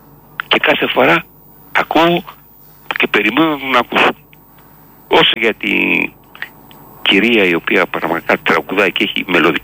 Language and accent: Greek; Kaisariani, Attica, Greece; born there; Εγώ γεννήθηκα στην Κεσαριανή, ο πατέρας Μικρά Ασία